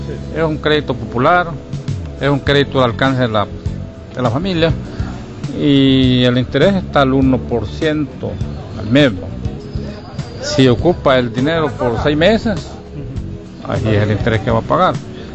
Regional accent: Usulután, El Salvador; Yo vengo de aquí, del Cantón El Tablón.

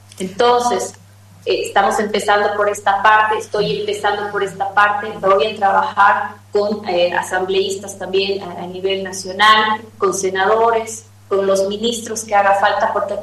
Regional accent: Cochabamba, Bolivia; nosotros, como cochabambinos y como bolivianos

